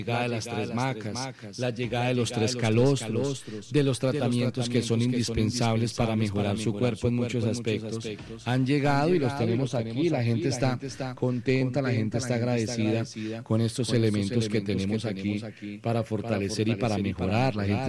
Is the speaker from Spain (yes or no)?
no; Colombia; nosotros, como buenos colombianos